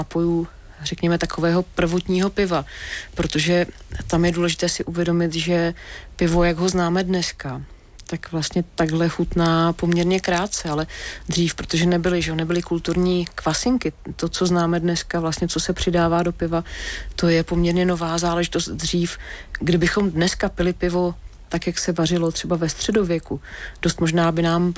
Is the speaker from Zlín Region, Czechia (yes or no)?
no; Nymburk, Central Bohemian Region, Czechia; born there; narodila jsem se v Nymburce, že jo, nymburský pivovar, postřižinský, Bohumil Hrabal, takový ten étos toho města, ten duch.